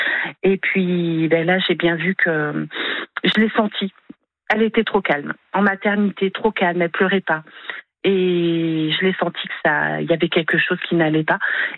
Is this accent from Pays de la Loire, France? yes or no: yes; Saumur, Pays de la Loire, France; Moi, je suis de Saumur, ils m'ont dit, il faut aller ranger.